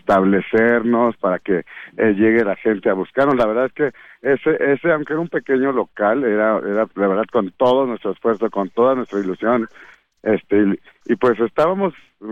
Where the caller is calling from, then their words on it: Mexico; como mexicanos siempre somos bien luchones y resistentes